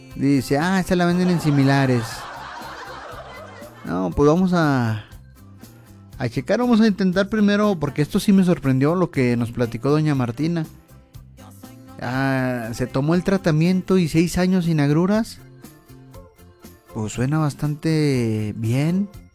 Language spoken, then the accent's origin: Spanish; Mexico; ¿Cómo somos los mexicanos?